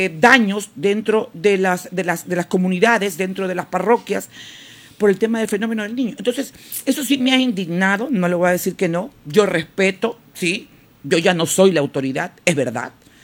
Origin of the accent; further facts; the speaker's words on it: Esmeraldas, Ecuador; caminar tranquila por las calles de Esmeraldas de mi provincia